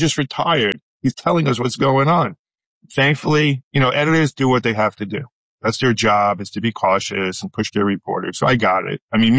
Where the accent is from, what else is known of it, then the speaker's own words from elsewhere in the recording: New York, United States; You know, I started out, I'm from New York. I started out at a radio station in New York, WNW, had a really great newsroom.